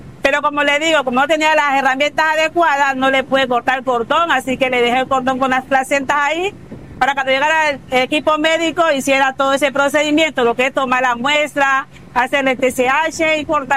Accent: Mosquera, Nariño, Colombia; Soy del municipio de Mosquera.

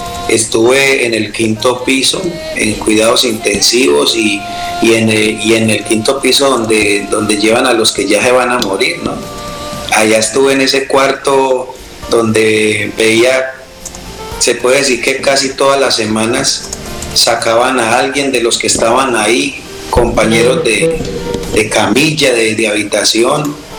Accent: Alcalá, Valle del Cauca, Colombia; moved away as an adult; now in Cali, Colombia; me dio por venirme de mi tierra natal, Alcalá Valle, a vivir a la capital del Valle.

